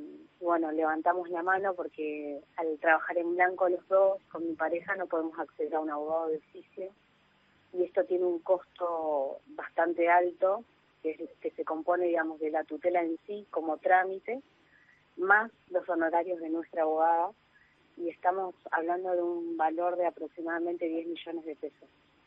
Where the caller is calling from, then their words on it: General Pacheco, Buenos Aires Province, Argentina; soy de Pacheco.